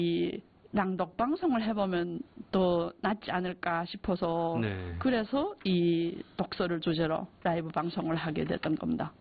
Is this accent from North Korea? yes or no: no; China; moved away; 우리는 조선족이라서 지금까지 이제까지 계속 조선말로 학교를 다녔었고